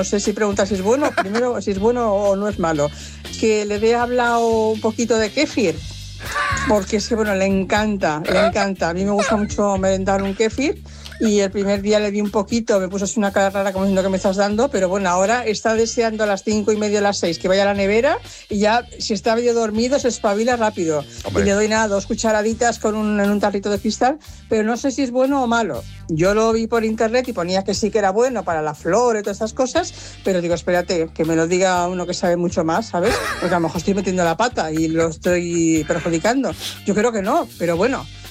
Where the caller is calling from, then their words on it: Cornellà, Catalonia, Spain; Buenas tardes … aquí de Cornellá.